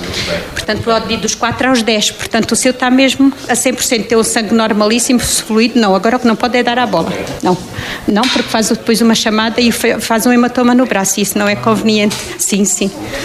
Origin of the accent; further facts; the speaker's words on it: Portalegre, Alentejo, Portugal; also born or lived in Angola; Eu nasci em Porto Alegre, sou natural de Porto Alegre e defendo a minha terra com unha e dentes.